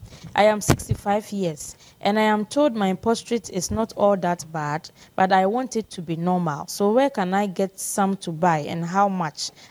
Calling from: Fadama, Greater Accra, Ghana; from Fadama. I am an ardent listener for the past 12 years.

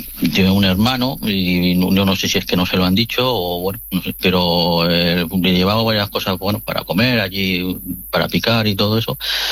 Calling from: Barcelona, Catalonia, Spain

